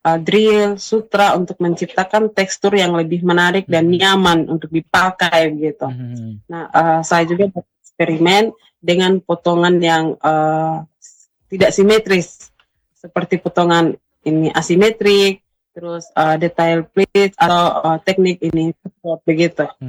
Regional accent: East Nusa Tenggara, Indonesia; Walaupun saya sebagai orang Sumba, tentunya saya juga harus sangat belajar banyak hal

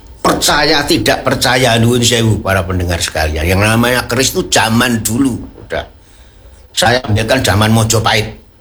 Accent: Java, Indonesia; untuk saya sebagai orang Jawa kuno dari yang sudah tua

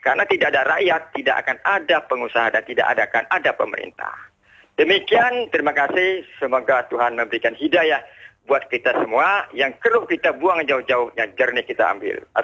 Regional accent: Bunguran Utara, Riau Islands, Indonesia; Seperti di kampung saya di Bungurang Utara itu apa nih bendungan irigasi terbesar di Riau.

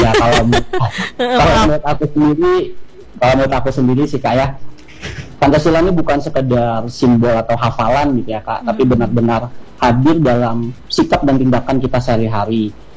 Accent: Central Kalimantan, Indonesia; Kalau aku, karena aku dari Kalteng, jadi aku masuknya ke PCMI Kalteng Kak.

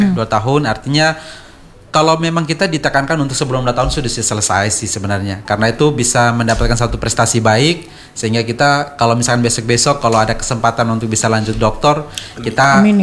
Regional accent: East Nusa Tenggara, Indonesia; mindset kita orang Timor ya, kita orang sini

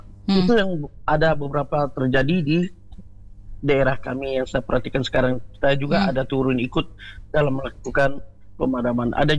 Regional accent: West Kalimantan, Indonesia; kami selaku orang Dayak ini

